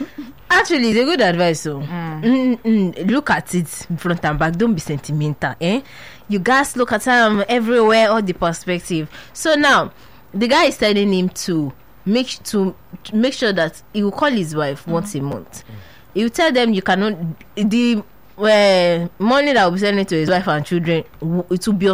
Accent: Nigeria; As a Nigerian from here

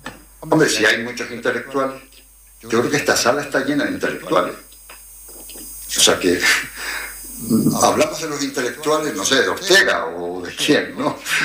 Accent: Canary Islands, Spain; yo soy de la generación del 68, soy canario y soy de izquierda

